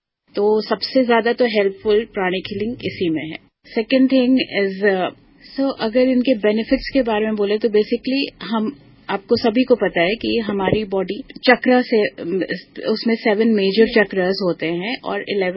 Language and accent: Hindi; Mankapur, Uttar Pradesh, India; also born or lived in Prayagraj; मेरा जन्म स्थान प्रयागराज है, जहाँ पे मैं चार साल तक रही हूँ। उसके बाद अयोध्या के पास आईटीआई मनकापुर एक कैंपस है, इंडियन टेलीफोन इंडस्ट्री, मेरी स्कूलिंग वहीं से हुई है